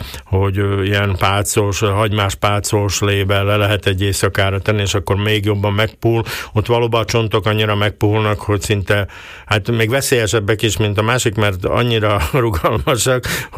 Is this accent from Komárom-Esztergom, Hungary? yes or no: yes; Komárom, Komárom-Esztergom, Hungary; én Komáromba alapjába véve pontyon nőttem fel